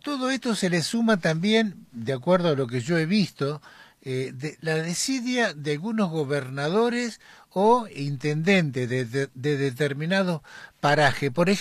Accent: Laprida, Buenos Aires Province, Argentina; born there; moved away; cuando suelo ir a mi pueblo, a La Prida, en la provincia de Buenos Aires

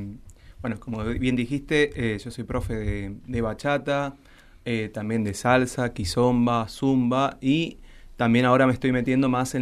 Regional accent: Argentina; estamos remando, como todo argentino en este momento.

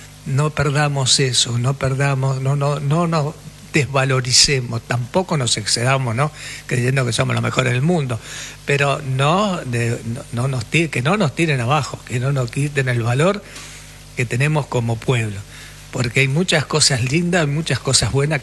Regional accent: Argentina; todos somos Argentina

